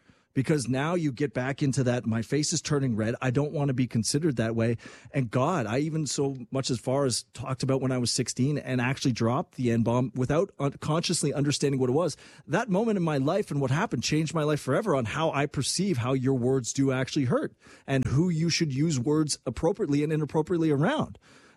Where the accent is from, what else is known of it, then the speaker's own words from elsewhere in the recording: Quebec, Canada; and I'll do my Francois Champlain impression, because I am from Quebec. That's not racist or bigoted if I do it, being a semi-French Canadian.